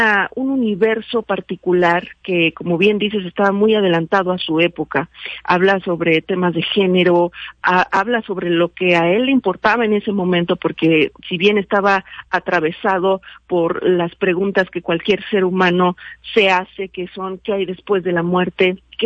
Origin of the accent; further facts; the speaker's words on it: Querétaro, Mexico; siendo queretana también